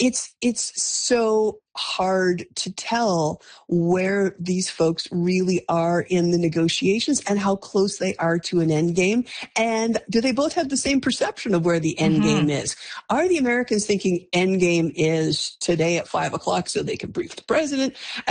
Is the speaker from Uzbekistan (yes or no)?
no; Canada; now in United States; I think I'm a Canadian living in the United States.